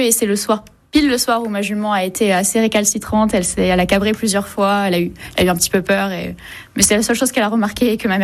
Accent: Saint-Émilion, Nouvelle-Aquitaine, France; also born or lived in Libourne; Bonjour, donc … j'ai 21 ans. Et je suis née à Libourne, j'ai grandi à Saint-Émilion.

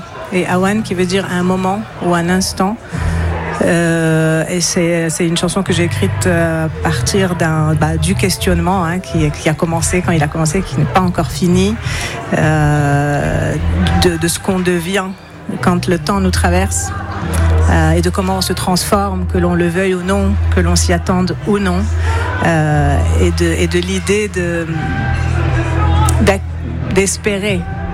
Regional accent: Morocco; moved away as an adult; now in France

